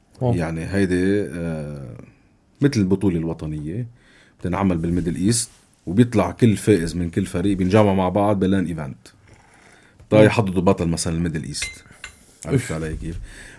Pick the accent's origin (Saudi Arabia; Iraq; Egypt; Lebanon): Lebanon; انا بلدي، انا بلدي لبنان انا كتير بحبه.